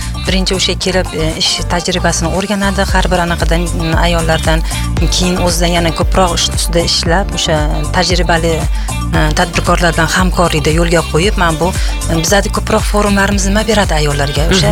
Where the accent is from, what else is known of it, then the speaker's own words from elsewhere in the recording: Denov district, Surxondaryo Region, Uzbekistan; now in Tashkent, Uzbekistan; men ham Surxondaryo viloyatining Dino tumanidagi nima deysam, oddiy qishloqdan chiqqanman, lekin ziyoli oilasida tug'ilganman.